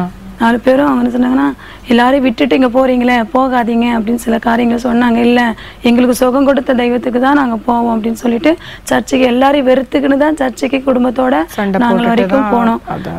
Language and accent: Tamil; Poonamallee, Tamil Nadu, India; பூந்தமல்லி பிறந்து வளர்ந்தேன்.